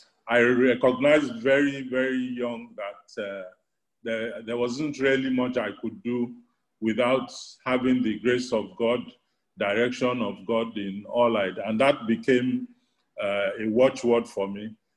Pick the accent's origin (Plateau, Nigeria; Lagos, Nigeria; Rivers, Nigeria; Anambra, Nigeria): Lagos, Nigeria; also born or lived in United Kingdom / Ibadan; I grew up in Ikoyi and attended St. Gregory's College, Obalende.